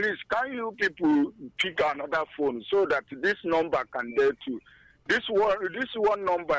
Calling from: Nigeria; I'm calling from Ihuakpala here.

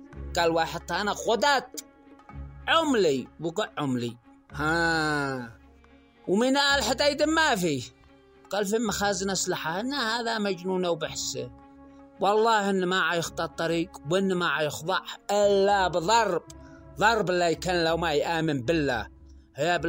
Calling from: Yemen; في حقنا كيمنيين

